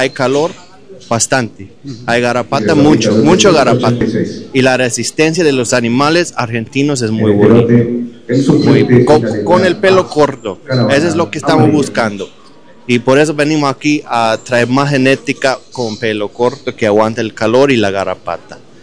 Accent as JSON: {"language": "Spanish", "country": "Belize", "said": "de Belice y también somos criadores de Brangus ahí de Belice."}